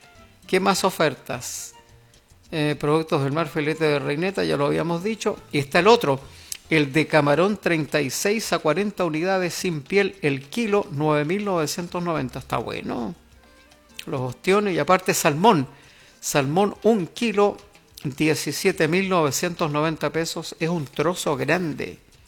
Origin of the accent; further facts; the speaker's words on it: Chile; Nosotros, como buenos chilenos que tenemos tanto mar